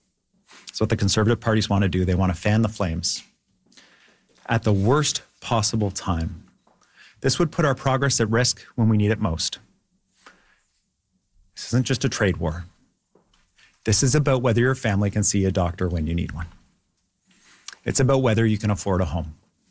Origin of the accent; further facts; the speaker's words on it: British Columbia, Canada; We are Canadians. We are British Columbians. When times get tough, we pull together.